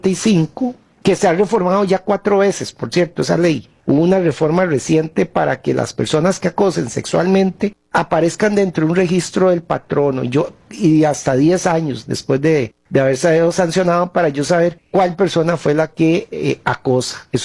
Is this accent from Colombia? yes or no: no; Costa Rica